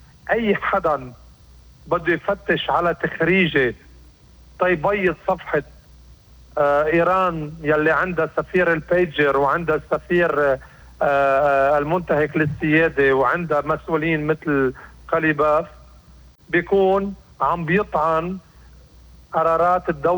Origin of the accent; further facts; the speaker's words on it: Lebanon; أنا كمواطن لبناني